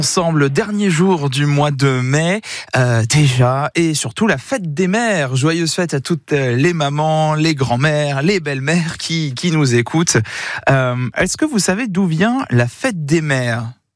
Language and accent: French; France; chez nous en France